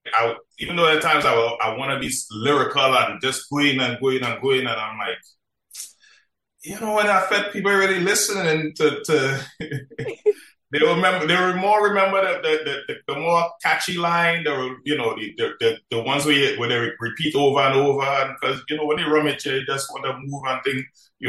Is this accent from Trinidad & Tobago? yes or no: yes; Marabella, Trinidad & Tobago; But growing up in Marabella, I wasn't really into the music like that. I was just a normal kid, just running around playing football, that's about it.